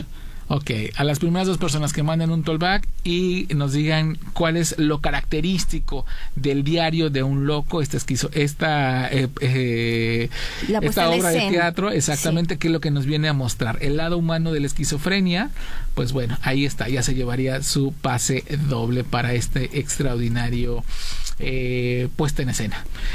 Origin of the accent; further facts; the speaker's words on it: Mexico; si algo nos caracteriza como mexicanos, como humanos